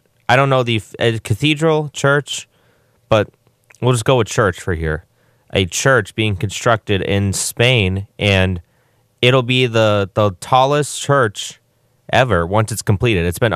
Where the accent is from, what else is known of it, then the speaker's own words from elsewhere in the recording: Joliet, Illinois, United States; born there; I mean, I was born here in Joliet at St. Joe's Hospital.